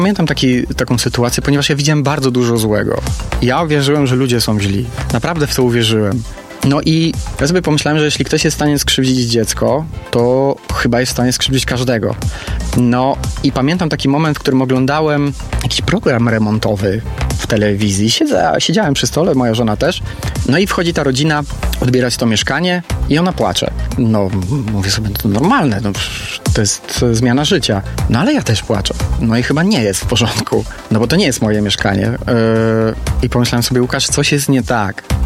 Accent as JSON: {"language": "Polish", "town": "Połczyn-Zdrój", "region": "West Pomeranian Voivodeship", "country": "Poland", "lives_now": "Poznań, Poland", "said": "Ja mieszkam w Poznaniu, ale pochodzę z Połczyna Zdroju, więc zaproponowano mi książkę o tych regionach."}